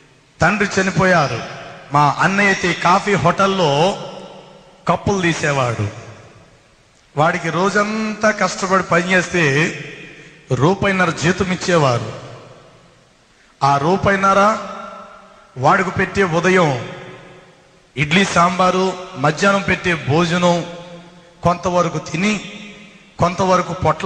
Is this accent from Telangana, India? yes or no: no; Rajahmundry, Andhra Pradesh, India; born or raised there